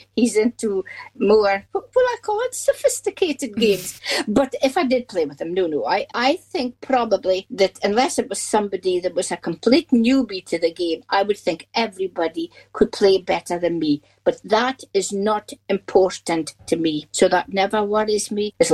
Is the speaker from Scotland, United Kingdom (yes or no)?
yes; Scotland, United Kingdom; two comes from USA, and I'm obviously from Scotland, and I've two from England.